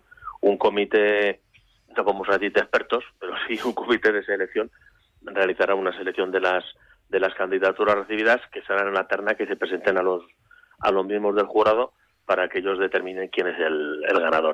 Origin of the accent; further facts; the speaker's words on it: Segovia, Castile and León, Spain; ni nuestras como segovianos, ni como castellanos, ni como nación tampoco, o sea, como españoles.